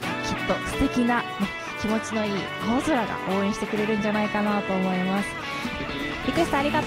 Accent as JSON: {"language": "Japanese", "region": "Oita", "country": "Japan", "tie": "born or raised there", "said": "私もあの小さい頃あの地元の大分と、まあ、関西大阪とか神戸をつなぐあのフェリーサンフラワーっていうのが出ていて"}